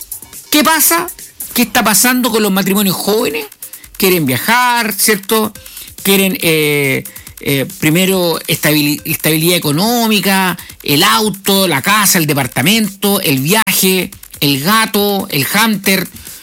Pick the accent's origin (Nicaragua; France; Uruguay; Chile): Chile; somos muy pocos chilenos los que vamos quedando en el país